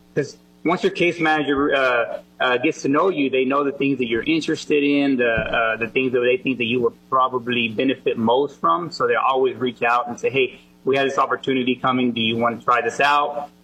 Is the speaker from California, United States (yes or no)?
no; Fort Worth, Texas, United States; born or raised there